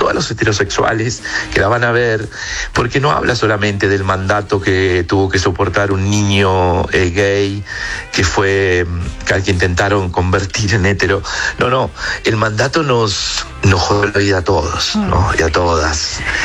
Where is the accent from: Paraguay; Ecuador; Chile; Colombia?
Chile; La Unión, Los Ríos; born there; en Valdivia, que es a 80 kilómetros de donde yo nací, en La Unión, porque ahí van a estar todos mis tíos y todos mis primos y los vecinos del barrio